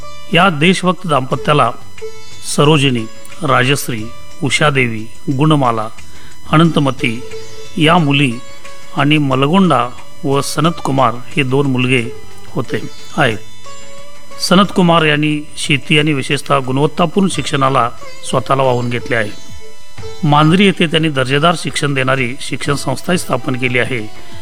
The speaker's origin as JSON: {"language": "Marathi", "town": "Manjari", "region": "Karnataka", "country": "India", "tie": "born or raised there", "said": "कृष्णा नदीच्या काठावरील मांजरी हे त्यांचे गाव. मीही याच गावचा"}